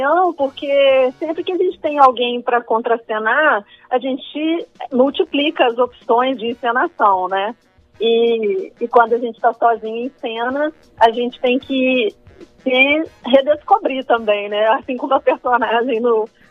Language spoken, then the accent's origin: Portuguese; Minas Gerais, Brazil; now in Rio de Janeiro, Brazil; eu sou mineira também, ela é minha conterrânea